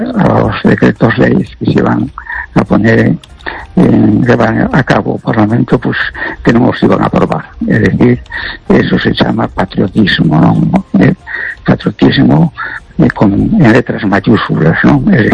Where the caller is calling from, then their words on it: A Coruña, Galicia, Spain; de La Coruña.